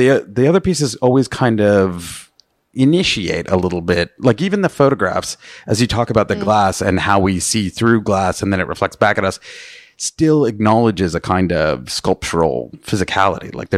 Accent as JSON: {"language": "English", "town": "Calgary", "region": "Alberta", "country": "Canada", "tie": "born there"}